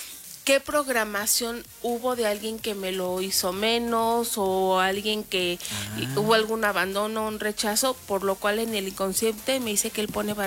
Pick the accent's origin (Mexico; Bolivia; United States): Mexico; Con mucho orgullo soy mexicana